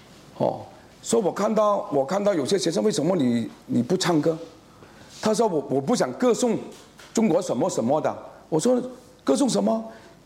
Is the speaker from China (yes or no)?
no; Malaysia; 特别我们马来西亚华人，他们语言非常丰富的